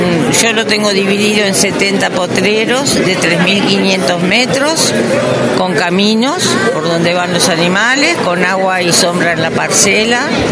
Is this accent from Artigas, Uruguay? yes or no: no; Montevideo, Uruguay; moved away as an adult; now in Canelones, Uruguay; soy de familia de campo, aunque me estudié y me crié en Montevideo también, alternativamente, campo y ciudad.